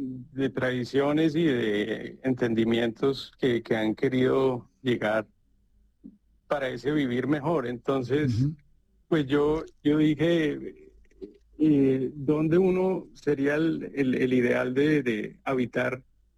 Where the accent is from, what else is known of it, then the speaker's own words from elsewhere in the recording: Bogotá, Colombia; Yo soy bogotano, sí